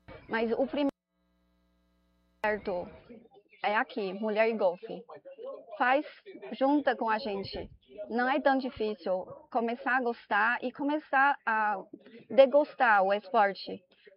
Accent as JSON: {"language": "Portuguese", "country": "China", "second_language": "Portuguese", "moved": "as an adult", "lives_now": "Brazil", "said": "Sou chinesa e sou da China mesmo."}